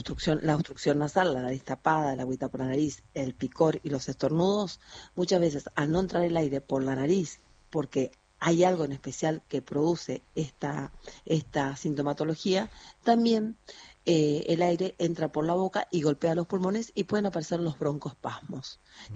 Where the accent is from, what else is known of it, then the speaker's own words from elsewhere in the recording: Bellavista, Corrientes, Argentina; Yo estoy en realidad ciudad, yo le digo pueblo, pero ciudad. Yo estoy en Bellavista, Corrientes, ocasionalmente, pero trabajo en Buenos Aires, obvio.